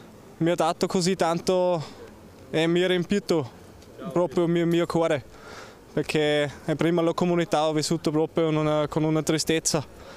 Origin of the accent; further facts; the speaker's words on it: Austria; Italian is a second language; moved away as an adult; now in Ars, France; vengo da Austria, sono 26 anni, sono adesso 14 mesi nella comunità, sono entrato in Austria l'anno scorso